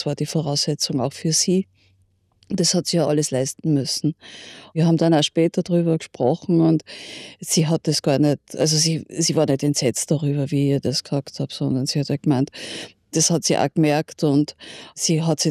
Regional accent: Linz, Upper Austria, Austria; moved away as an adult; now in Vienna, Austria; Also ich bin in Linz geboren, in Linz aufgewachsen, in Linz zur Schule gegangen

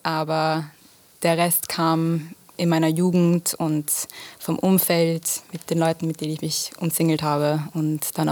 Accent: Vienna, Austria; ich bin in Wien aufgewachsen. Ich bin halb Italienerin, halb Australierin, aber eigentlich Wienerin im Herzen. Also meine Eltern sind hergezogen für Musik

